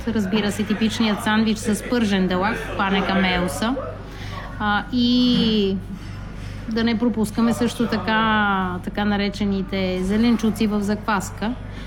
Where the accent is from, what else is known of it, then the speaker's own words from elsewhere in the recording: Sofia, Sofia City, Bulgaria; now in Palermo, Italy; Аз, както казва съпругът ми, вече съм почти половин палермитанка. Тима, че съм от София.